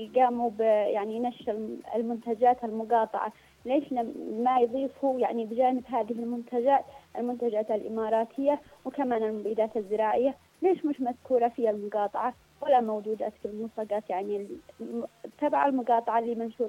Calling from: Yemen

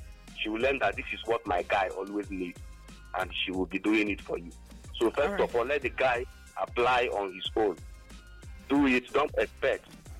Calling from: Enugu State, Nigeria; I'm calling from Obago, Kotano, precisely in the Enugu Southwest government.

